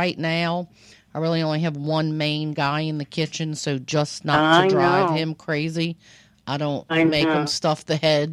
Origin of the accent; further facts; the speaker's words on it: Lakeview, Louisiana, United States; I grew up in Lakeview.